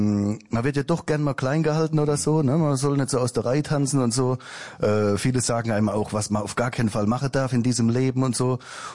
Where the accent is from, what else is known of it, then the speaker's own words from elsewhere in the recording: Kurpfalz, Germany; accent: Kurpfälzisch; now in Mannheim, Germany; Ja, also ich glaube, es ist pfälzisch, aber die Pfalz da ist groß irgendwie, da streiten sich auch wieder alle. Und aber ich komme jetzt speziell aus der Kurpfalz.